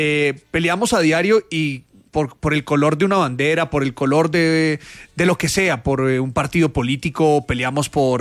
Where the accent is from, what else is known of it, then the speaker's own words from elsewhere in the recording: Colombia; Si no nos unimos como colombianos, si no le metemos el corazón y la fe que siempre hemos tenido, eso nos ha unido durante mucho tiempo. Nos hemos acostumbrado a 10.000 cosas como colombianos